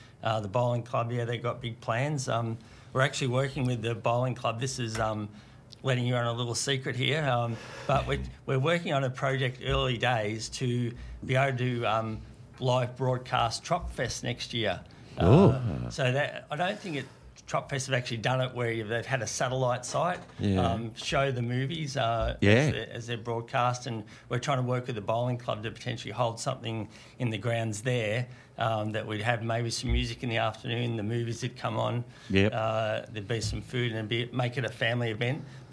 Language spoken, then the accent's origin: English; Golden Square, Victoria, Australia; But, yeah, for me, I grew up in Golden Square, went to school at Maple Street for 1 year